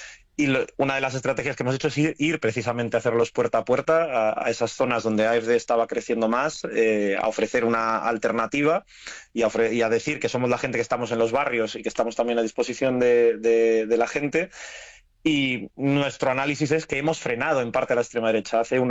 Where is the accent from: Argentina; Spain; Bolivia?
Spain; moved away; trato de echar un ojo a lo que pasa al final en mi país, pues, por ejemplo, con la ley de nietos, que es algo además que me toca la fibra, porque Izquierda Unida en el exterior es algo que hace mucho tiempo estábamos pidiendo que se cambiara